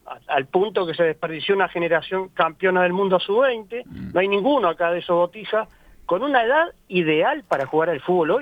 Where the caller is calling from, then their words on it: Uruguay; soy uruguayo